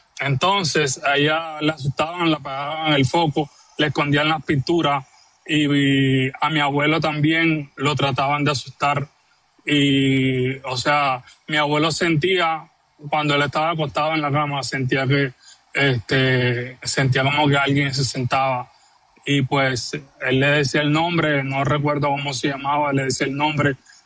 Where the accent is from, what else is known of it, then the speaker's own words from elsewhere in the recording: Barranquilla, Atlántico, Colombia; Yo soy de Barranquilla. Mi abuelo tiene una casa en el barrio Los Andes